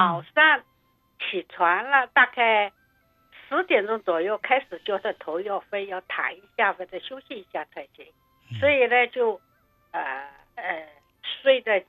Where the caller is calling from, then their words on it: Vancouver, British Columbia, Canada; 王院长你好，我是温哥华的